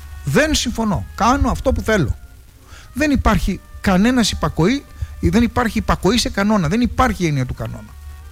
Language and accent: Greek; Greece; Ως Έλληνες μισούμε τους νόμους.